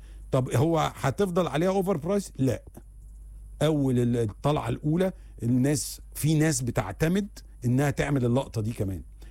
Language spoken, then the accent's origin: Arabic; Egypt; وإحنا كمصريين عندنا الثقة دي ما فيهاش تهريج